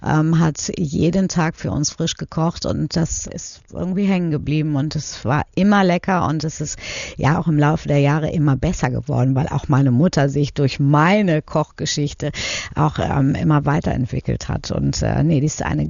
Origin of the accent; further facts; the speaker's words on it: Paderborn, North Rhine-Westphalia, Germany; born there; ich bin in Paderborn zur Schule gegangen